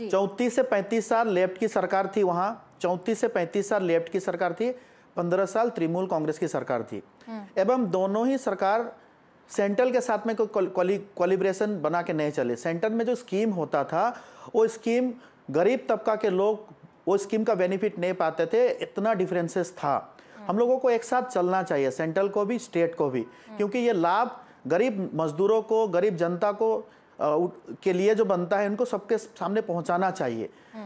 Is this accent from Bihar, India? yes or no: no; West Bengal, India; देखिए, मैं नॉर्थ बंगाल से बिलोंग करता हूँ, चाय बेल्ट से बिलोंग करता हूँ, एवं मैं जिस एरिया से बिलोंग करता हूँ वहाँ भी हम लोगों का रिजल्ट अच्छा नहीं रहा.